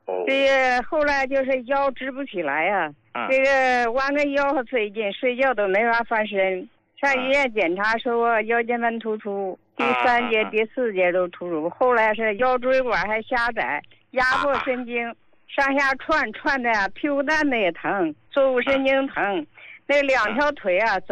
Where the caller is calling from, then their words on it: Harbin, Heilongjiang, China; 我是哈尔滨的患者。